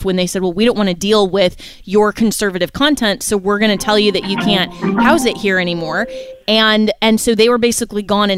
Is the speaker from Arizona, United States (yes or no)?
no; Florida, United States; which is a huge debate right now in my home state of Florida.